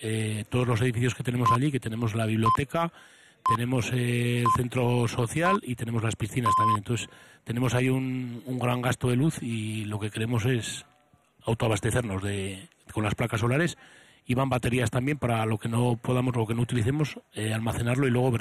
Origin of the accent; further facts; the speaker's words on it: Kripan, Basque Country, Spain; Bueno, cansado no, porque yo soy muy de Cripán y al final esto es agradecido, porque ves que la gente te apoya y que la gente está contenta.